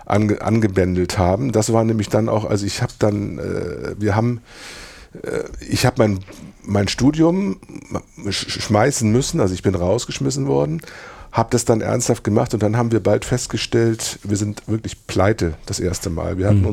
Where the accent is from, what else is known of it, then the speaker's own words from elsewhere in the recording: Pinneberg, Schleswig-Holstein, Germany; also born or lived in Hamburg; ich komme aus Hamburg, aber ich habe in Pinneberg groß geworden.